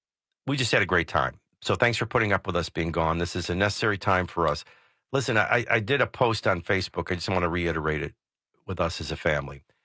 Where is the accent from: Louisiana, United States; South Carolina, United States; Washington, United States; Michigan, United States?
Louisiana, United States; New Orleans; now in Nashville, United States; I'm from New Orleans.